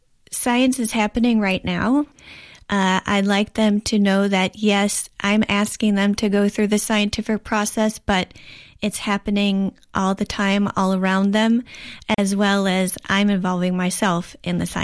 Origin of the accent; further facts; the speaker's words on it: Traverse City, Michigan, United States; whenever I said I was from Traverse City, Michigan